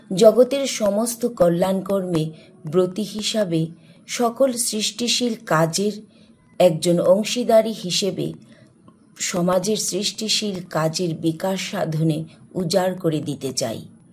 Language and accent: Bangla; Kanchanpur, Tripura, India; moved away as an adult; now in Kumarghat, India; জন্মসূত্রে উত্তর ত্রিপুরা জেলার কাঞ্চনপুর মহকুমায় ছিলাম জীবনের দীর্ঘ 28 বছর।